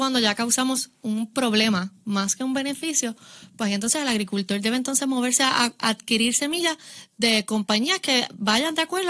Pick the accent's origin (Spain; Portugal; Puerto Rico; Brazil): Puerto Rico; antes de todo somos agricultores y puertorriqueños